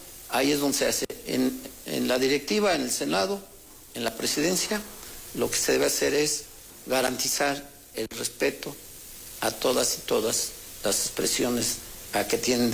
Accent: State of Mexico, Mexico; Yo, como soy del Valle de México, del altiplano, del centro, en particular del Estado de México, a lo mejor nunca en nuestra región se habla de eso, de la doble nacionalidad.

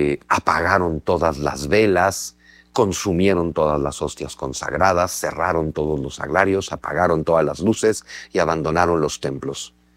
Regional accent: Mexico; Somos un país hispanohablante. Nuestra forma de hablar español está llena de mayismos y nahuatlismos. ¿Por qué? Porque somos un país profundamente mestizo desde 1521.

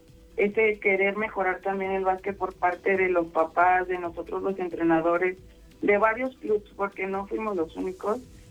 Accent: León, Guanajuato, Mexico; aquí nosotros somos de aquí de León

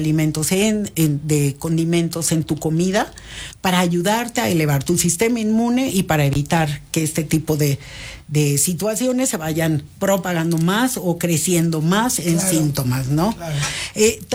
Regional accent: Tabasco, Mexico; born or raised there

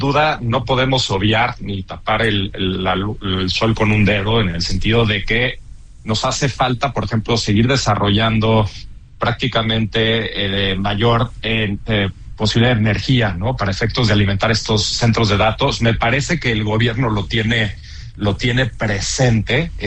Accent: Mexico; yo que vivo en México

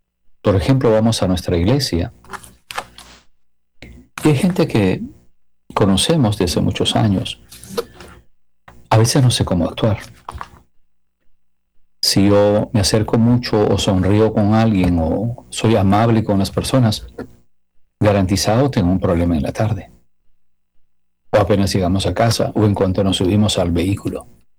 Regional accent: Peru; En mi país, yo soy peruano

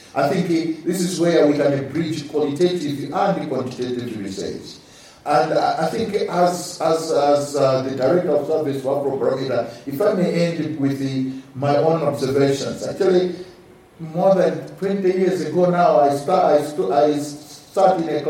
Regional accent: Malawi; I come from Malawi

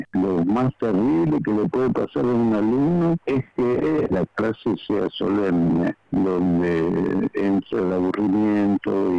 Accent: Azul, Buenos Aires Province, Argentina; yo soy de Azul, del interior

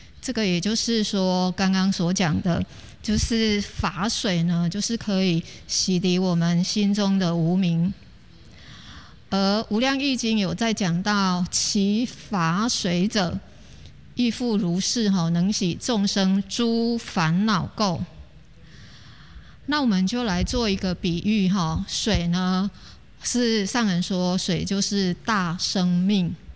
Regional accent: Taiwan; 所以我们生在台湾真的是很有福

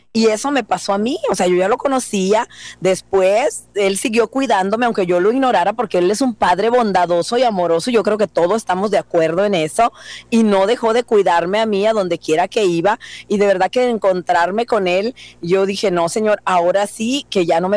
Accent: Juchitán, Guerrero, Mexico; De Guerrero, de México, del sur.

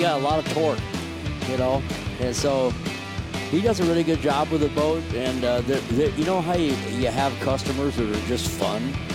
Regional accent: Florida, United States; Born and raised in Central Florida, electrical contractor.

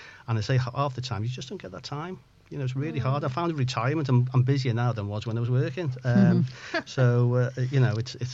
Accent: Chester, North West England, United Kingdom; also born or lived in Liverpool / Barrow-in-Furness / Ulverston; And I found like I'm actually from Chester. I lived in Liverpool for quite a few years, and the more the countryside places, and I used to live in Barrow and Furness in Cumbria and Ulverston up there

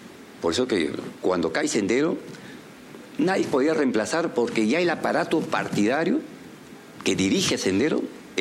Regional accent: Peru

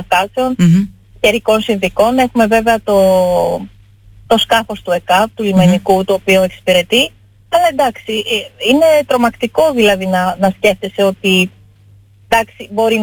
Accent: Ithaca, Ionian Islands, Greece; επειδή είμαι από την Ιθάκη και με πονάει πάρα πολύ ιδιαίτερα, νιώθω πάρα πολύ περήφανη που είμαι από την Ιθάκη

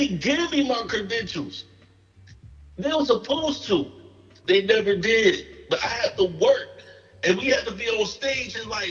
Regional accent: Bronx, New York, United States; Uptown, baby. Real Bronx. I'm from Uptown now, B.

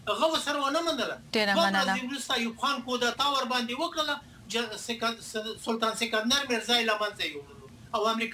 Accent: Afghanistan; یعنی که زه یم افغان یم، بیا مسلمان یم، بیا انسان یم، بیا پښتون یم، زه د خپل ملت ملاتړ کوم او د خپل وطن ملاتړ کوم.

